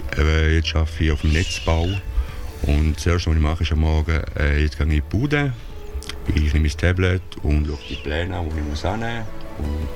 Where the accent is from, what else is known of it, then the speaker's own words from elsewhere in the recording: Wittenbach, St. Gallen, Switzerland; born there; also born or lived in Zabern; Ich bin zuerst in Zabern aufgewachsen und dann später bin ich nach Wittenbach gezügelt und bin nachher dort noch fertig.